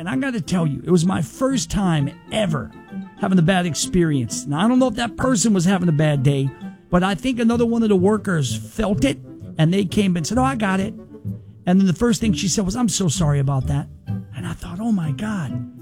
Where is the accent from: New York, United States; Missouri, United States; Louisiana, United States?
Louisiana, United States; New Orleans; moved away; I worked for him in New Orleans, my hometown.